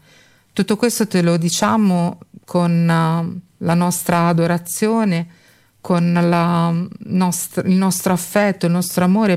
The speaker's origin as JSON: {"language": "Italian", "town": "Bologna", "region": "Emilia-Romagna", "country": "Italy", "tie": "born or raised there", "said": "Io sono cresciuta a Bologna"}